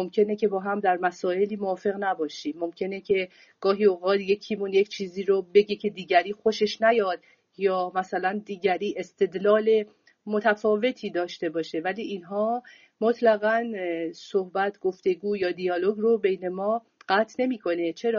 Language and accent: Persian; Iran; moved away as an adult; now in France; من وقتی از ایران آمدم و به فرانسه